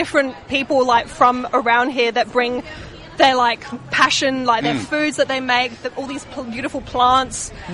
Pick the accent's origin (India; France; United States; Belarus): France; moved away as an adult; now in Adelaide, Australia; So I'm from France originally.